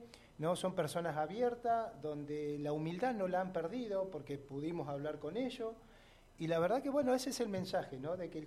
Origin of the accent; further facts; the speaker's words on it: Neuquén, Argentina; yo, por ejemplo, soy de Neuquén y toda la vida jugué en el tenis club.